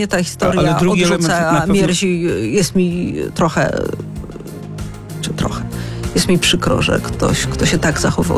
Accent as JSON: {"language": "Polish", "town": "Kraków", "region": "Lesser Poland", "country": "Poland", "said": "z Krakowa."}